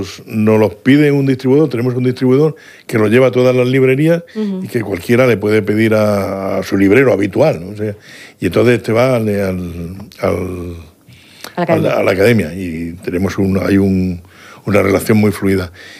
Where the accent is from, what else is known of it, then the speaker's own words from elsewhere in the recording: Jumilla, Region of Murcia, Spain; Yo, que soy de Jumilla